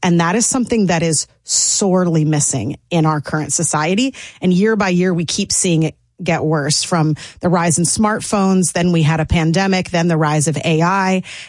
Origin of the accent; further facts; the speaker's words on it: Franklin, Tennessee, United States; And we found it as the Franklin Theater Fellowship. I'm from Franklin. And so that's where we began, did our first show there, first two shows.